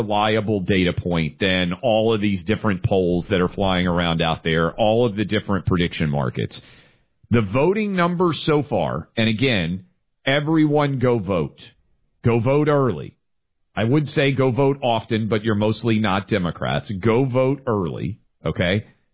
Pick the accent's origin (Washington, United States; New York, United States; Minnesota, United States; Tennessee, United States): Tennessee, United States; Places like my home state of Tennessee are now coming online.